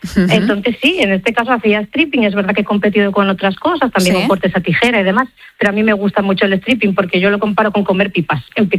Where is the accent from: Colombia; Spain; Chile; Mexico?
Spain; Asturias; now in Barcelona, Spain